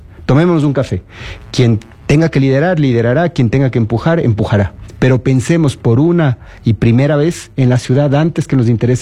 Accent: Quito, Pichincha, Ecuador; lo que hemos vivido como quiteños

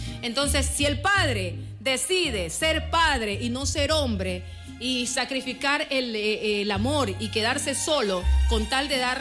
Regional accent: Ecuador; nosotros también los ecuatorianos celebramos el Día del Padre.

